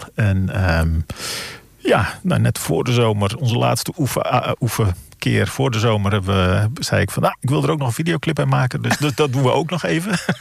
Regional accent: Groningen, Netherlands

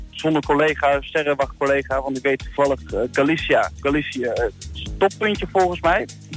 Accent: Zutphen, Gelderland, Netherlands; Ja, ik kom ook uit Zutphen.

